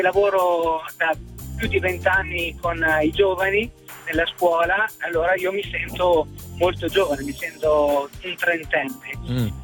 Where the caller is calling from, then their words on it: Piacenza, Emilia-Romagna, Italy; Da Piacenza.